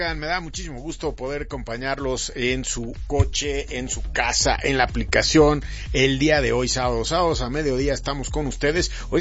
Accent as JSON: {"language": "Spanish", "country": "Mexico", "said": "demostrar esto que somos los mexicanos"}